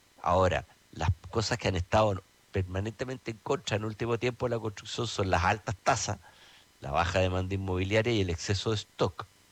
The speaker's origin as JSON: {"language": "Spanish", "country": "Chile"}